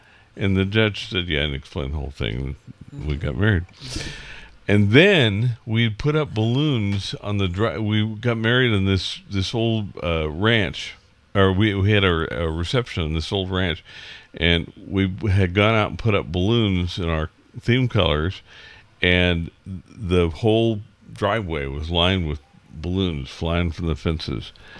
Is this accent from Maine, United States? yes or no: no; Salinas, California, United States; went through my hometown, went through Salinas